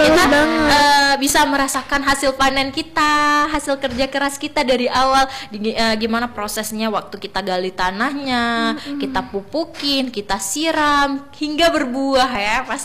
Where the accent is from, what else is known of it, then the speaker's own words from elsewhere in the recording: Aceh, Indonesia; Warisan budaya itu kan identitas kita sebagai warga Aceh contohnya ya. Kita sendiri di Aceh pasti punya warisan budaya yang sudah ada sejak zaman dahulu kala begitu ya.